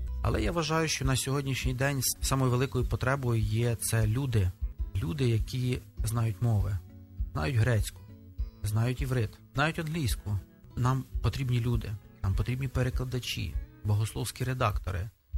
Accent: Bila Tserkva, Kyiv Oblast, Ukraine; Я з Білої церкви.

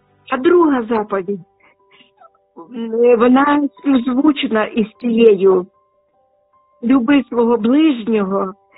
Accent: Sumy, Sumy Oblast, Ukraine; на моє рідне місто Суми

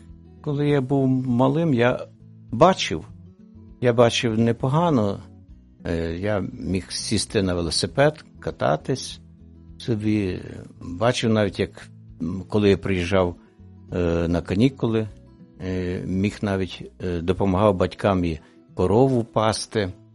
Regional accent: Lviv Oblast, Ukraine; Я народився на Львівщині. Таке село є, і нас, я знаю, зараз слухають мої односельчани. Є таке село Масошин, це Жовківський район.

